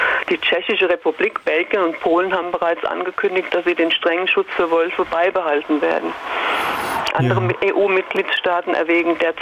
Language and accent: German; Switzerland; In allen anderen europäischen Ländern eskaliert es nicht derart wie bei uns in der Schweiz und in Österreich.